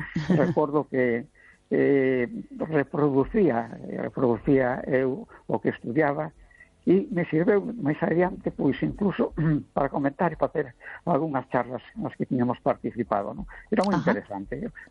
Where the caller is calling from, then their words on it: A Coruña, Galicia, Spain; da Coruña.